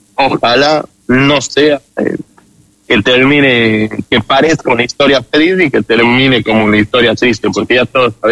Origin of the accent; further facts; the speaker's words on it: Ecuador; como ecuatoriano le digo